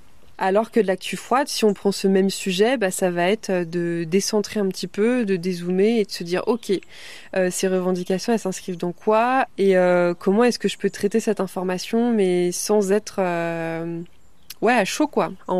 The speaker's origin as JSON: {"language": "French", "region": "Brittany", "country": "France", "tie": "born there", "said": "Bah oui, moi je suis bretonne, je suis née dans la région de Lorient."}